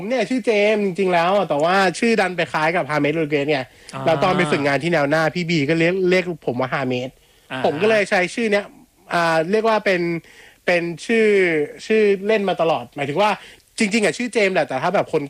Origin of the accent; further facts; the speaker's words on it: Lam Luk Ka, Pathum Thani, Thailand; also born or lived in Min Buri, Bangkok; ผมเนี่ยเป็นคนลำนุกาแต่ว่าลูกครึ่งเนี่ยหมายความว่าไงผมต้องมีเชื้อสายอื่นไหมผมเป็นคนลำลูกาใช่